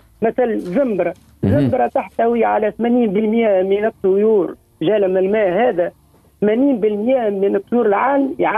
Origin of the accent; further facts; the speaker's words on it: Tunisia; احنا تونس بلاد صغيرة